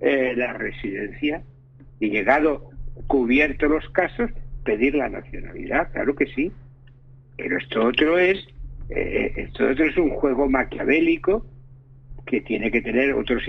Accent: Tarragona, Catalonia, Spain; born there; now in Almería, Spain; Yo nací en Tarragona, yo soy catalán, pero yo no puedo votar en Cataluña, yo no puedo votar por mi ciudad, ni puedo votar en las autonómicas catalanas.

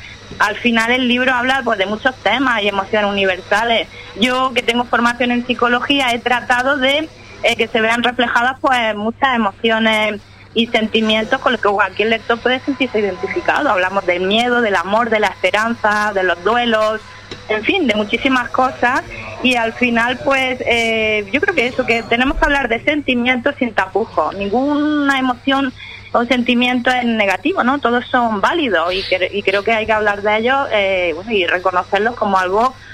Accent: El Ejido, Andalusia, Spain; also born or lived in Barcelona; Sí, bueno, sí, yo vivo en El Ejido, aunque nací en Barcelona, pero desde los 13 años me he criado en El Ejido, o sea que se me nota por el hablar.

